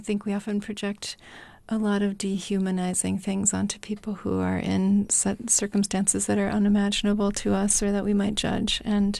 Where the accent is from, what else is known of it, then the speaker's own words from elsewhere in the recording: Wisconsin, United States; when I was coming out from Wisconsin, where I did medical school, where I grew up.